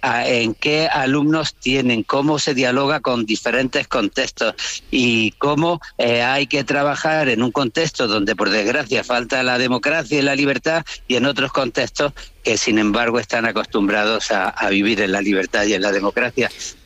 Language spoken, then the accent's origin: Spanish; Granada, Andalusia, Spain; yo como andaluz y de Granada, pues siempre he dicho que no es que los andaluces hablemos peor que los castellanos